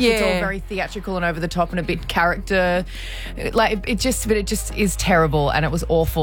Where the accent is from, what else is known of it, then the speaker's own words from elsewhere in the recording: Queensland, Australia; also born or lived in New Zealand / Melbourne; now in Sydney, Australia; I was born in New Zealand, lived in Queensland my whole life, moved to Melbourne for a while, and now I live in Sydney.